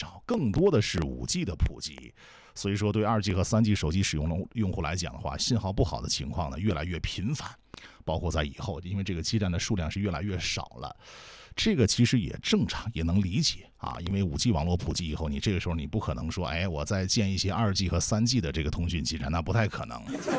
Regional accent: China; 因为我们中国人口太多了

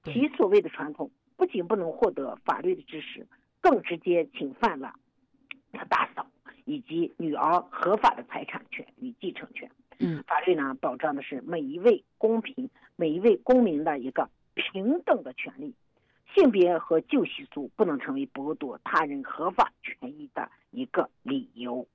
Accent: Inner Mongolia, China; 咱们内蒙古人

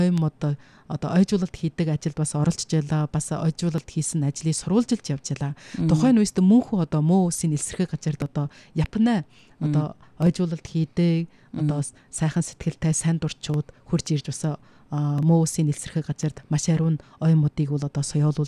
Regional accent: Ordos, Inner Mongolia, China; манай нутаг оронд хүрч ирээд ордос нутагт хүрч ирээд

